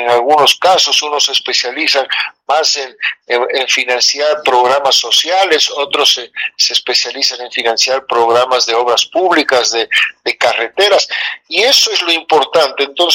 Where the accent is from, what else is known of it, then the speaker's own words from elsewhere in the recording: Bolivia; tenemos un potencial inimaginable como Bolivia, como país, como bolivianos